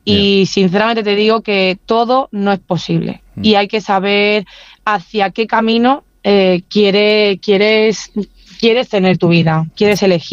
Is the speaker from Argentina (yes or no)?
no; Huelva, Andalusia, Spain; cuando bajé a mi tierra, a Huelva, y lo pude disfr